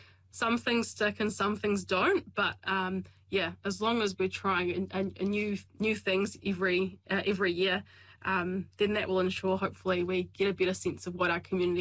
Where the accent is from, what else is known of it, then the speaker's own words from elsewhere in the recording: Rangiora, Canterbury, New Zealand; Yeah, so I grew up in Rangiora, and I say that I'm 50-50 when people ask me whether I grew up on farm, because my parents both have always worked in the primary sector